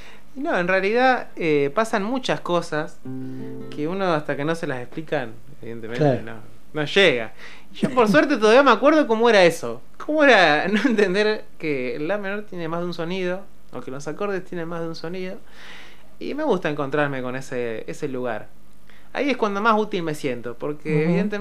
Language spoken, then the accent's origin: Spanish; Lobos, Buenos Aires Province, Argentina; born or raised there; moved away